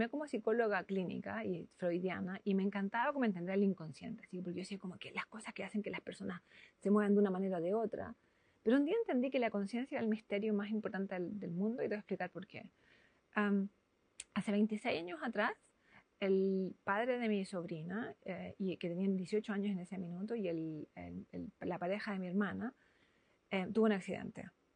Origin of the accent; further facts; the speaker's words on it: Chile; Yo soy chilena.